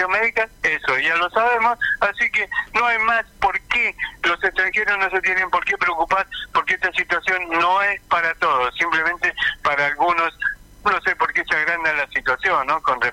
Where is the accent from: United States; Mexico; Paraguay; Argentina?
Argentina; Todos somos argentinos